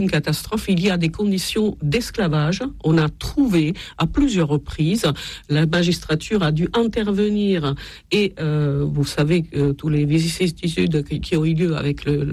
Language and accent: French; Italy; Vous savez, moi je suis italienne, je ne viens pas d'un pays...